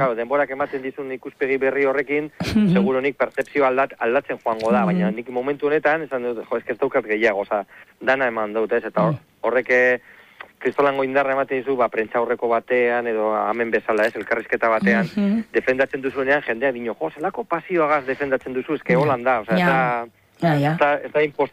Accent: Portugalete, Basque Country, Spain; also born or lived in Getxo; nire herri da Portugalete, Getxo

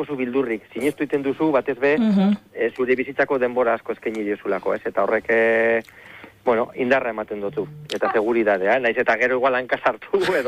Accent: Portugalete, Basque Country, Spain; also born or lived in Getxo; nire herri da Portugalete, Getxo

